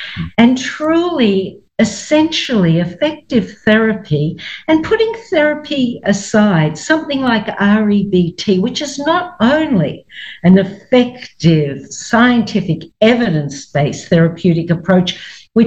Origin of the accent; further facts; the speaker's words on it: Melbourne, Victoria, Australia; accent: Australian; moved away as an adult; now in New York, United States; It's Australian. It won't leave me, though I've lived in New York for 20-something years. I was born, raised, educated in Melbourne or Melbourne, Australia